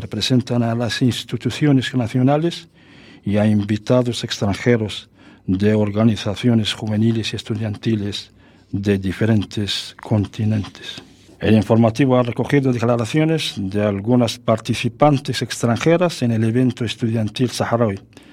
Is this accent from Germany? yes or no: yes; Germany; Spanish is a second language; soy de Alemania.